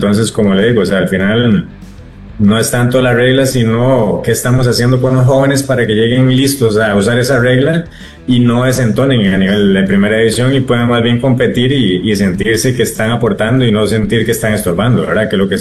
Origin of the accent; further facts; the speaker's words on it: Costa Rica; Yo creo que el talento tico todavía está intacto